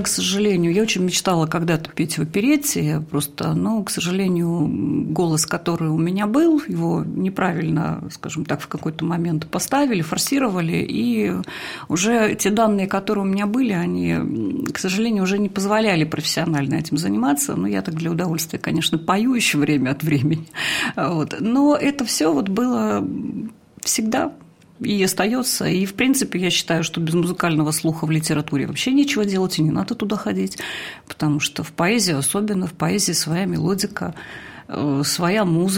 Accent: Nizhny Tagil, Sverdlovsk Oblast, Russia; moved away; also born or lived in Crimea / Moscow / Belarus; Я родилась в Нижнем Тагиле, в семье спецпереселенцев из Крыма, поэтому для меня и Урал, и Крым – это вот мое все детство, это вся моя жизнь.

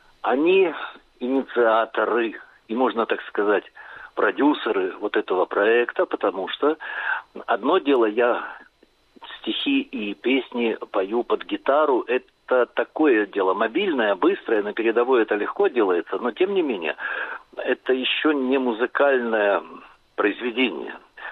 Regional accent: Donetsk, Donetsk Oblast, Ukraine; если бы я уехал из Донецка, я бы был обязан перестать писать на эту тему.

